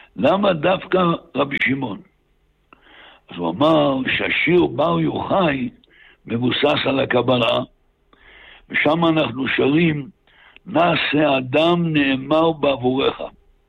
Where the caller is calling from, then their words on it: Meron, Northern District, Israel; השם, אני מדבר איתכם מהרשב"י. אני כבר נמצא ממירון בערב שבת.